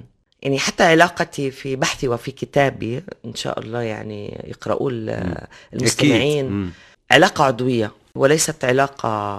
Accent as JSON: {"language": "Arabic", "country": "Palestine", "said": "كوني فلسطينية"}